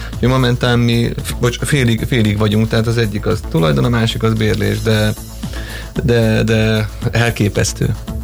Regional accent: Hungary; itt Magyarországon hagyományosan, ugye mi az ingatlan tulajdonlásában vagyunk folyamatosan hozzászokva, és abba szocializáltunk, ebben nőttünk föl.

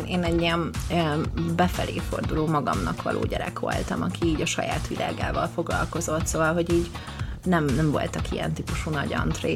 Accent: Ózd, Borsod-Abaúj-Zemplén, Hungary; moved away as an adult; also born or lived in Dunaújváros; now in Budapest, Hungary; Én eredetileg borsodi vagyok, ózdi, onnan mentem át.

